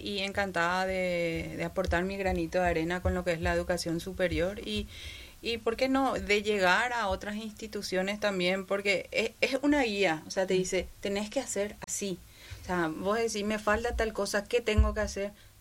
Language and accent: Spanish; Paraguay; somos paraguayos